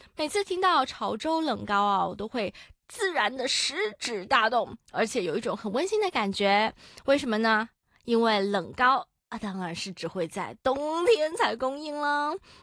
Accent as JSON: {"language": "Chinese", "country": "Macau", "said": "堪称啊是我们澳门人白手起家的模范"}